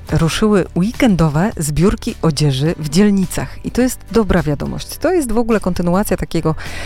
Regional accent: Warsaw, Masovian Voivodeship, Poland; jako warszawiacy

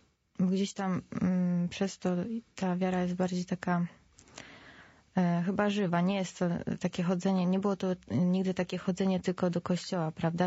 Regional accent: Radom, Masovian Voivodeship, Poland; Ja pochodzę z Radomia. Także w mieście.

